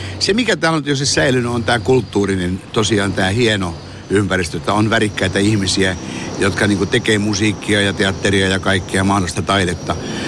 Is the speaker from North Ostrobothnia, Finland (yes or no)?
yes; North Ostrobothnia, Finland; Tosiaan Leskinen tuli Savosta, mä tulin Pohjois-Pohjanmaalta, Rinne tuli Salosta.